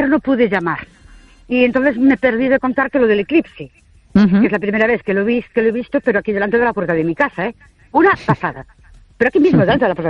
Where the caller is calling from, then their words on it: Ourense, Galicia, Spain; de Orense.